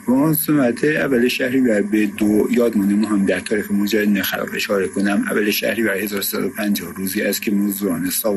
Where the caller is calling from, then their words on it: Isfahan, Iran; از اصفهان.